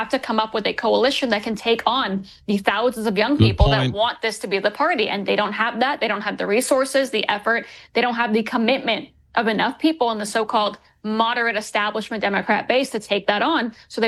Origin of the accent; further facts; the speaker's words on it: New York City, New York, United States; And I'm someone who was born and raised in New York. I adore New York. I love New York. I was in New York on 9/11.